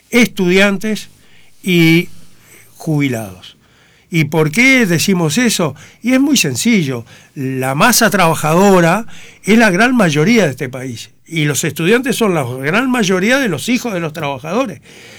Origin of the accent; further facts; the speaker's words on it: Canelones, Uruguay; yo soy de Canelones